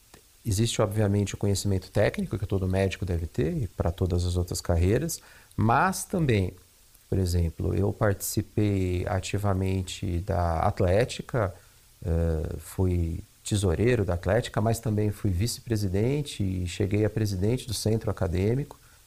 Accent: São Paulo, Brazil; moved away as an adult; also born or lived in Botucatu; eu nasci aqui em São Paulo e estudei bastante em alguns colégios tradicionais aqui da capital.

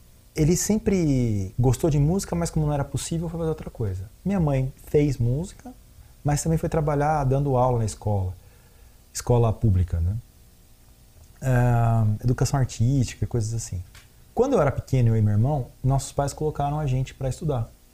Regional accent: Piracicaba, São Paulo, Brazil; Então, a gente foi a Piracicaba. Eu cresci, na verdade, em Piracicaba.

